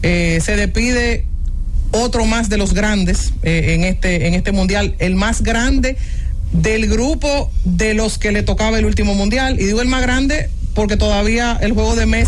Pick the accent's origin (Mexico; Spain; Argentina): Spain; Todo el mundo sabe que yo soy española.